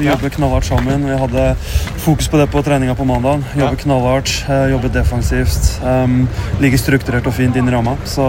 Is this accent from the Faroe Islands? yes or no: no; Eidskog, Innlandet, Norway; moved away as an adult; also born or lived in Southampton; gi litt tilbake til der jeg kommer fra.